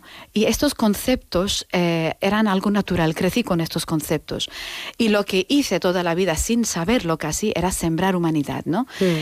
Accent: Anantapur, Andhra Pradesh, India; Spanish is a second language; moved away as an adult; now in Mallorca, Spain; Estamos hablando del sur de la India. Mi pueblo se llama Anantapur, la provincia se llama, estado se llama Andhra Pradesh, ¿vale? Y de ahí a Mallorca, ¿no? He venido.

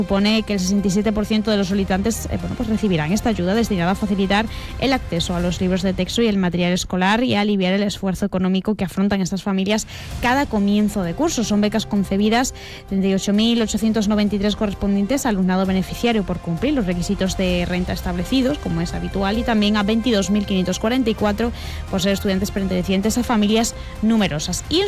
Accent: Extremadura, Spain; Pues como bien sabrán, como buenos extremeños, mañana celebramos nuestro Día de Extremadura

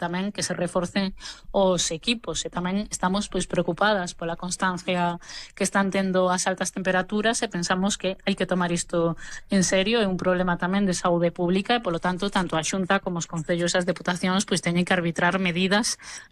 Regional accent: Ourense, Galicia, Spain; o, que xa, como ourensáns, pois isto de que a ola de calor marcha non acabamos de entender

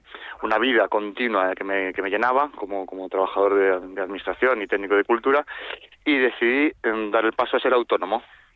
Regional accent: Lugo, Galicia, Spain; Porque como yo soy de Lugo, pero llevo viviendo en el ayuntamiento en el que trabajaba, era un ayuntamiento de Coruña

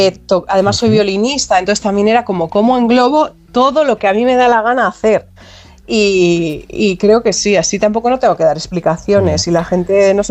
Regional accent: Basque Country, Spain; teniendo en cuenta además que soy vasca.

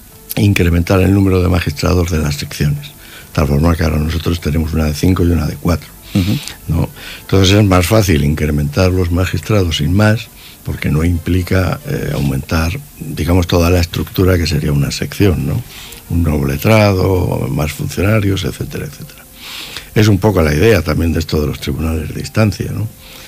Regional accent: Tomelloso, Castilla-La Mancha, Spain; Tomelloso, en mi pueblo

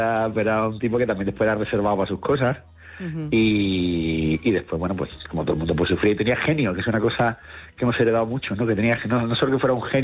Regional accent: Cádiz, Andalusia, Spain; No, yo además me crié en Cádiz

